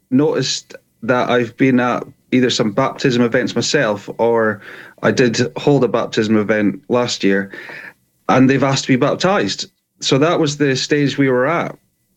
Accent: Scotland, United Kingdom; now in Cornwall, United Kingdom; I'm actually I was brought up in Scotland, but I do live in Cornwall now.

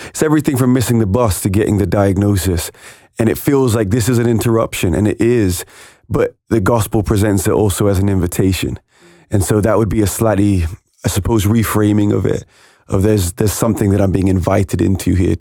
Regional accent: England, United Kingdom; as an Englishman

